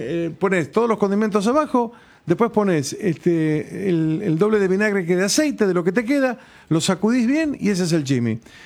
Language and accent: Spanish; Patagonia, Argentina; moved away; de pibe en la Patagonia masticábamos brea, porque era nuestro chicle del pueblo.